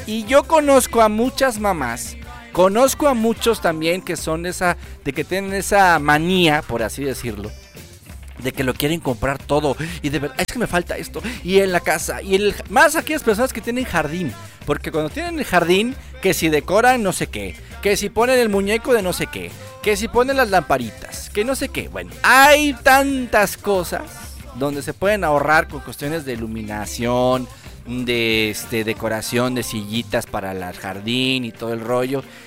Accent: Mexico; somos como buenos mexicanos

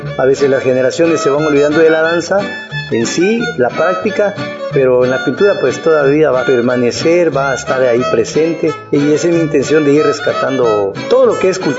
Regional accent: Copainalá, Chiapas, Mexico; soy originario de Copainalá.

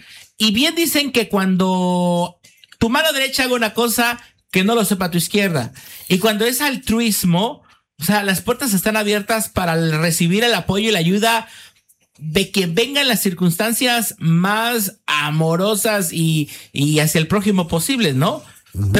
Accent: Mexico; me da mucho orgullo ser mexicano

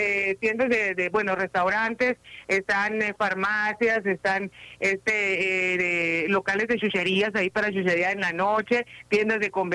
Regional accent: Cananea, Sonora, Mexico; yo nunca había venido, fíjese, soy de Cananea y nunca había venido, qué bárbaro, ¿no?

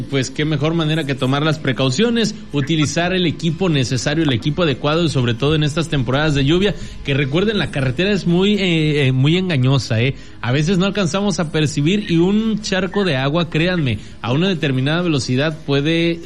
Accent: Tonalá, Mexico; los que somos de aquí de Tonalá la vamos a ubicar rapidísimo.

